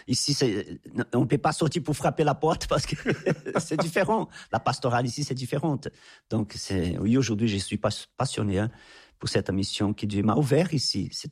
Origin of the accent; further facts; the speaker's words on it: Anápolis, Goiás, Brazil; French is a second language; also born or lived in São Paulo; j'ai retourné chez moi à Goiás, à Napolis, j'ai commencé à prier.